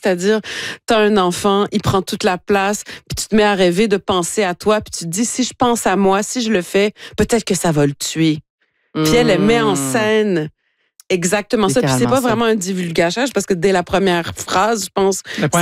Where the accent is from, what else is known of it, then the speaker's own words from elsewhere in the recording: Saguenay, Quebec, Canada; moi, je suis une Québécoise de souk ou un bleuet tunisien, comme vous préférez, mais je suis née au Saguenay, à Chicoutimi, j'ai grandi ici, je parle, ben, comme elle, on y reviendra, mais comme elle, je parle pas l'arabe.